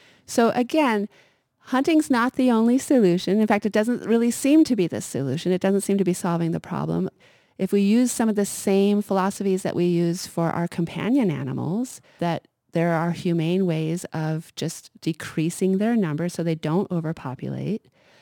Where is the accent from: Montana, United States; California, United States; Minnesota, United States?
Montana, United States; Missoula; moved away; I grew up in Missoula and we, once in a while, you'd see a deer in town.